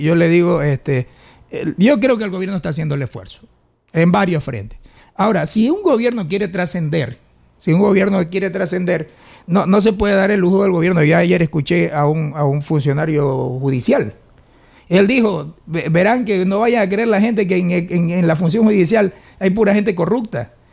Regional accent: Ecuador; no soy el único ecuatoriano que piensa de esta manera

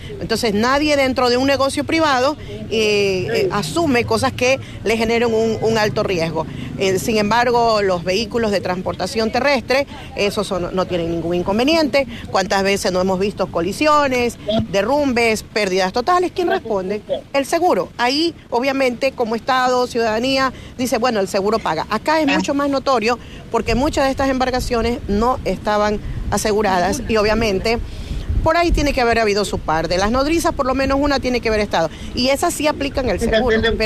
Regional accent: Manabí, Ecuador; soy una manabita que nosotros hemos venido de desgracia en desgracia y lo que tenemos que hacer es apoyarnos entre nosotros mismos.

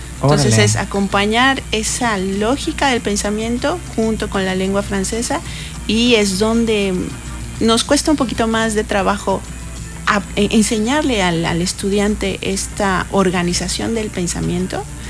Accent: Mexico; Nosotros aquí en México

